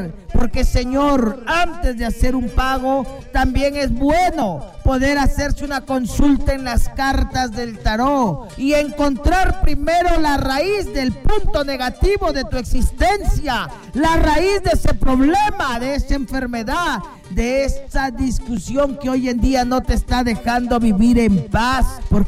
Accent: Chiclayo, Lambayeque, Peru; now in Arequipa, Peru; la ciudad de Chiclayo, mi tierra bendita, tierra norteña, tierra cálida.

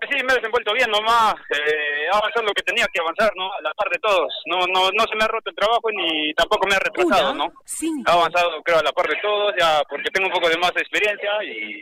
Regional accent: Arequipa, Peru; yo soy de Arequipa.

